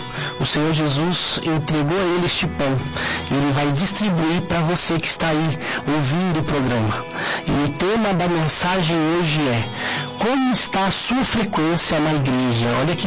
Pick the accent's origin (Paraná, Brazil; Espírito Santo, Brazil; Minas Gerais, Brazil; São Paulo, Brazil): São Paulo, Brazil; Praia Grande; now in São Paulo, Brazil; Eu fui criado na Praia Grande. Isso, aí, mas hoje eu estou aqui em São Paulo.